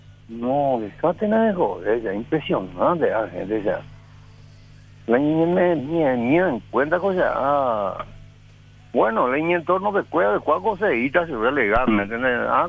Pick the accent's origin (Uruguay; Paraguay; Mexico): Paraguay; me estoy dudando como paraguayo